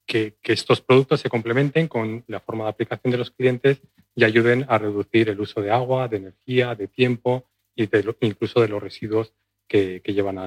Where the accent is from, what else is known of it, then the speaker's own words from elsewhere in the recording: Valladolid, Castile and León, Spain; Yo soy de Valladolid.